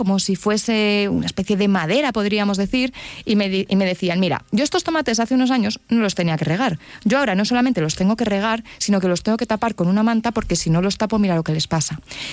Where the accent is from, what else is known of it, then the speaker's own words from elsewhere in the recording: Extremadura, Spain; estoy ahora mismo en mi pueblo, en Cáceres